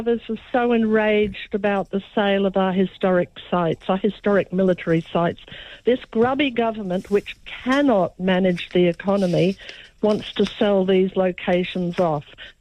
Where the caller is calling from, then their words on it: Tamworth, New South Wales, Australia; I'm calling from Tamworth.